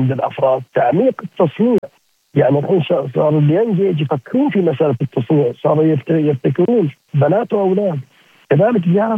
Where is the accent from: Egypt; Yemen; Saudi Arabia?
Saudi Arabia; حتى الرواتب تحسنت عندنا في المملكة العربية السعودية